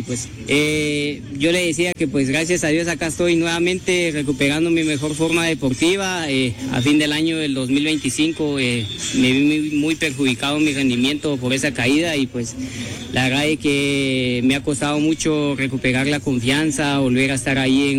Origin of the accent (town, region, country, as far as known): Guatemala